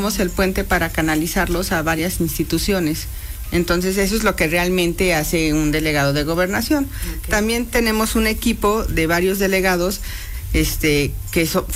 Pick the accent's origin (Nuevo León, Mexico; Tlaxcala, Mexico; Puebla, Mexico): Puebla, Mexico; hoy tenemos un gran evento para nosotros como poblanos